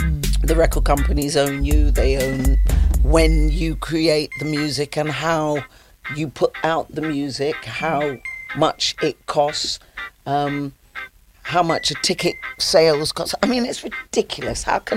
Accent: United Kingdom; as British people, musicians

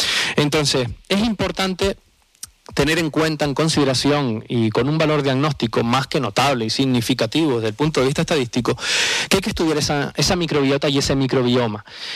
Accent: San Andrés, Spain; En mi pueblo de San Andrés

